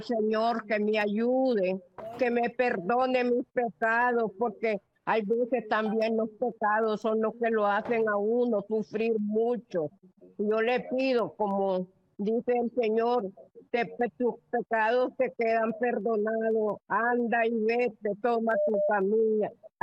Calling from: San Marcos, Carazo, Nicaragua; Yo que ya estoy llamando de San Marcos, Carazo, de Nicaragua.

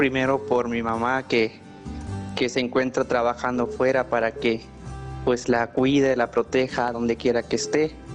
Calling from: Puebla, Mexico; De aquí, del estado de Puebla.

